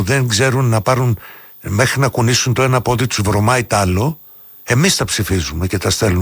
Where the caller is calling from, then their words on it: Crete, Greece; δεν είμαι από το Παρίσι, από την Κρήτη είμαι.